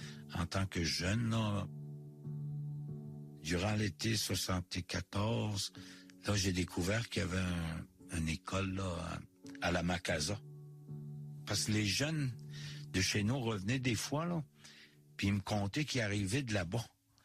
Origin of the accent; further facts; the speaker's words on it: Pessamit, Quebec, Canada; also born or lived in Hauterive, Baie-Comeau; Je suis natif de Pessamitlan, sur la côte nord, entre Forestville et Baie-Comeau.